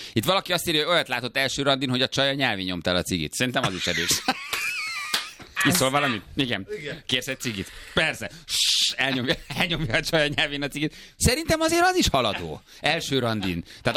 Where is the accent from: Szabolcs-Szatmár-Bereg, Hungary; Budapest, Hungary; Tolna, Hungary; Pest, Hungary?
Szabolcs-Szatmár-Bereg, Hungary; Nyíregyháza